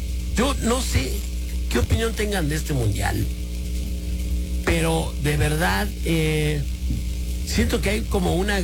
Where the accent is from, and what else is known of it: Guadalajara, Jalisco, Mexico